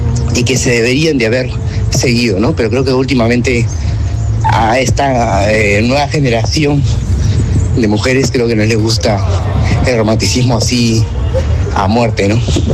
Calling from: Lima, Peru; de San Borja.

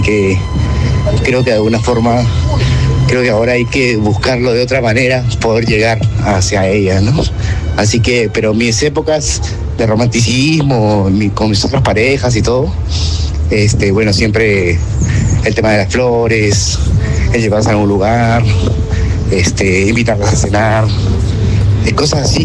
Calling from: Lima, Peru; de San Borja.

